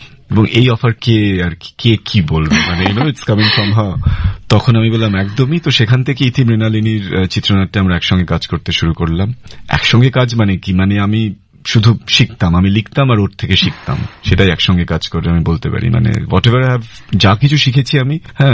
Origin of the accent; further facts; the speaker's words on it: Durgapur, West Bengal, India; আমি দুর্গাপুরে Saint Xavier স্কুলে পড়াশোনা করেছি, সেখানে আমার জন্ম দুর্গাপুরে।